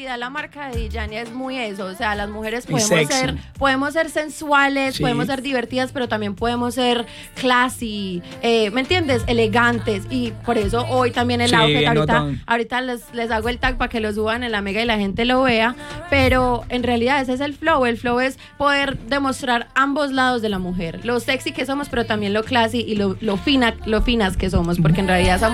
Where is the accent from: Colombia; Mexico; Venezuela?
Colombia; Ustedes saben que yo soy muy colombiana y yo represento a Colombia en el exterior.